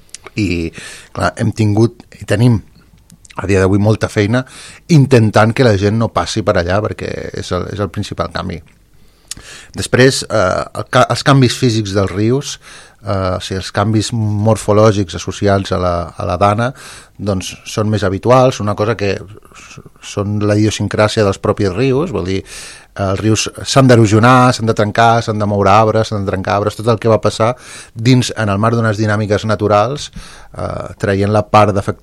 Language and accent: Catalan; Calafell, Catalonia, Spain; jo soc de Calafell, però he treballat molts anys aquí a Cubelles, i ja des de ben petit ja venia a la desembocadura